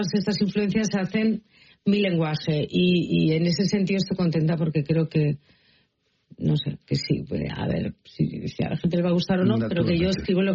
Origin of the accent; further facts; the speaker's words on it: Catalonia, Spain; also born or lived in Madrid / Boston; now in Paris, France; A mí cuando me preguntan si me siento, yo qué sé, catalana, digo, cuando estoy en Madrid me siento catalana, cuando estoy en París me siento quizá española, cuando estaba en Boston me sentía europea